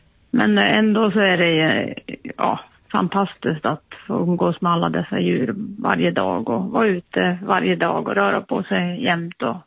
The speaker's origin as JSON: {"language": "Swedish", "region": "Jämtland County", "country": "Sweden", "tie": "born or raised there", "said": "Ja, dels är jag uppväxt på en bondgård och har jobbat med, eller har levt med det här livet i hela mitt liv egentligen. Mina föräldrar var lantbrukare uppe i Jämtland."}